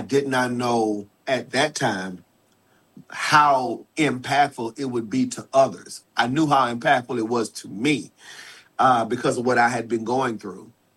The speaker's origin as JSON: {"language": "English", "town": "Houston", "region": "Texas", "country": "United States", "tie": "born or raised there", "said": "born and raised in Houston, Texas, born and raised in the church, Pentecostal boy"}